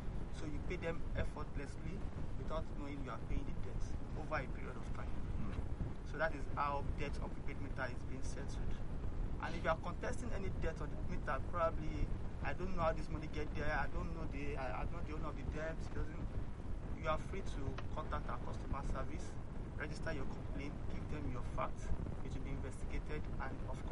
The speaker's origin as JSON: {"language": "English", "country": "Nigeria", "said": "as a Nigerian"}